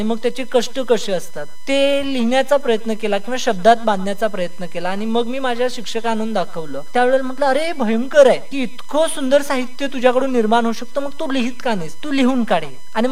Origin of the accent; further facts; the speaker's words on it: Karnataka, India; accent: village dialect; moved away; बेळगाव पासून माझं गाव जवळजवळ 15-1 किलोमीटरच्या अंतरावरती आहे